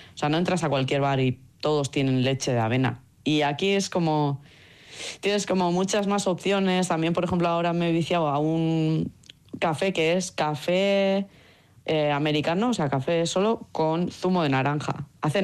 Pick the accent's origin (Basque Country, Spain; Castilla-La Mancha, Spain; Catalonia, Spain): Basque Country, Spain; San Sebastián; moved away as an adult; Pues la verdad es que eso, yo me fui de Donostia a los 22 años y ahora voy a cumplir 40 ya en agosto.